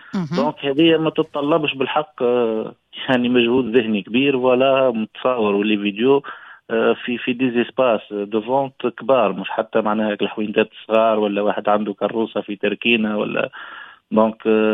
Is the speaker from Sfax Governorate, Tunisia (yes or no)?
yes; Sfax Governorate, Tunisia; دونك احنا مستنسين في قرقنا نخدموا القرنيط